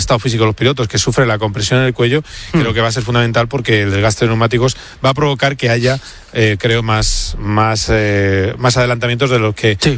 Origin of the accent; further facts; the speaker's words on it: Madrid, Community of Madrid, Spain; Y eso, hombre, está bien, yo como madrileño, pues mira, encantado.